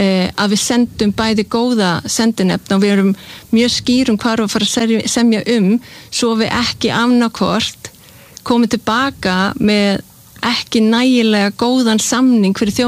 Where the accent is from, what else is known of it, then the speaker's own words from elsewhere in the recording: Denmark; ég meina ég ólst upp í Evrópusambandinu ég veit nákvæmlega hvaða kostir og hvaða gallar ég meina ég ólst upp í Danmörku